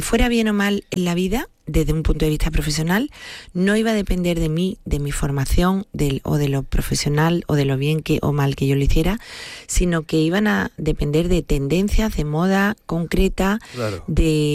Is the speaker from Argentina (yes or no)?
no; Seville, Andalusia, Spain; yo, amante de mi tierra, de mi gente, de mi familia, muy andaluza, muy sevillana, ¿sabes? Y encima, toda la Sevilla en ebullición.